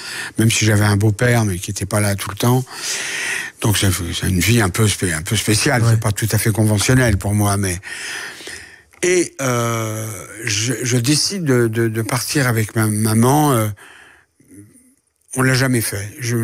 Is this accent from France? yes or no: yes; France; born there